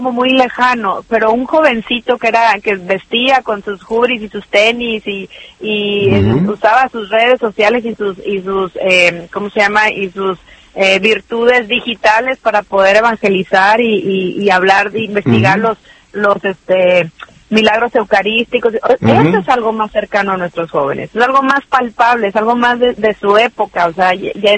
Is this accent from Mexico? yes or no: yes; Tamaulipas, Mexico